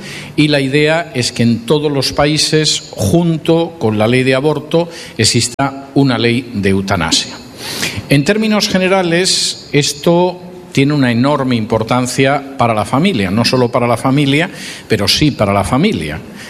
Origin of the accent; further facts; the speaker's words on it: Spain; moved away; en mi país de origen, que es España